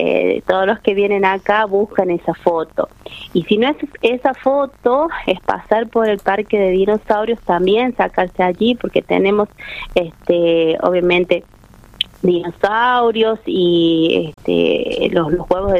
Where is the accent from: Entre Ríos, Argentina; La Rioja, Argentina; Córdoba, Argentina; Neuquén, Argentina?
La Rioja, Argentina; nos caracteriza como riojanos la chaya.